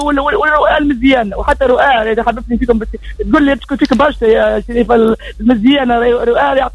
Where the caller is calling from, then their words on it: Redeyef, Gafsa Governorate, Tunisia; من ولاية قصر تحديد من تتنديت الردي